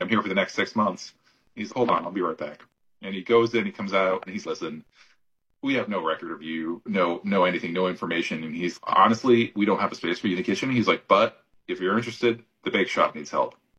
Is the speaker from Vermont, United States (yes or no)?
yes; Brandon, Vermont, United States; That was at the Brandon Inn in Brandon, Vermont, my hometown where I grew up.